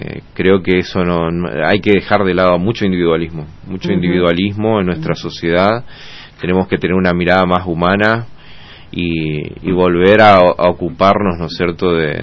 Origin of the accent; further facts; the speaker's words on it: Chaco, Argentina; tenemos un potencial enorme en nuestro impenetrable